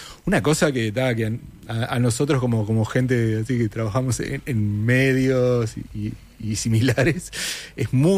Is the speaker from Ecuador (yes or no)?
no; Uruguay; Soy un poco más chico, soy de Uruguay.